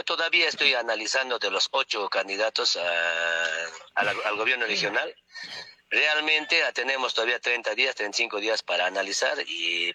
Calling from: Quellouno district, Cusco, Peru; Yo soy del distrito de Quello 1.

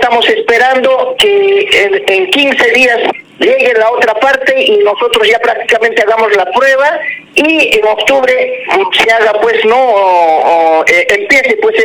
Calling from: Cusco, Peru; Nosotros somos parte de Yanatile, pero queremos que la gente se entere que nosotros siempre hemos sido, pues, yanatileños

